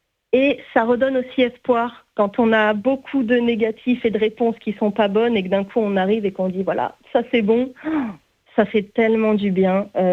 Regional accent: Occitanie, France; je viens du Gard

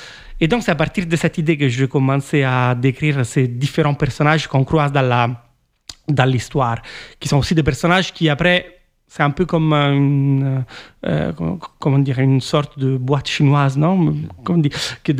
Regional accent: Italy; first language Italian; French is a second language; d'aller en profondeur de choses dont j'avais peur de parler dans ma langue maternelle, l'italienne. À l'époque, j'étais très timide en italien, très timide sur des choses plus profondes sur moi-même. Et en français, non, je ne l'étais pas.

